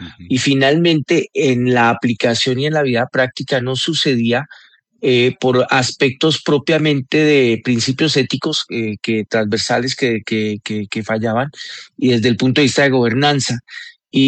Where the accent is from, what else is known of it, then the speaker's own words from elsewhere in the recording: Colombia; moved away; Para mí como colombiano y un colombiano que lleva un buen rato fuera del país